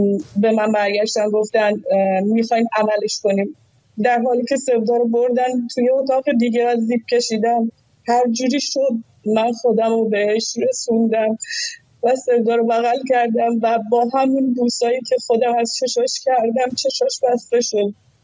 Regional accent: Iran

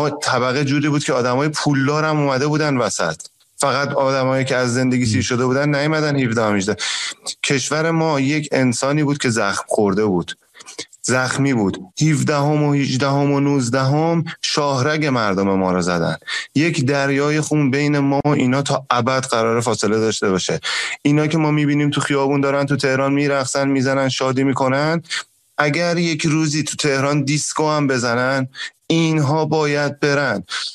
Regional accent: Fardis, Alborz, Iran; moved away; من از توی شهر فردیس بزرگ شدم، تو حومه کرج

